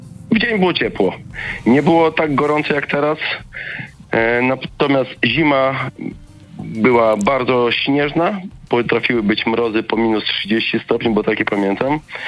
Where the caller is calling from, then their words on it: Suwałki, Podlaskie Voivodeship, Poland; Pochodzę z Suwałki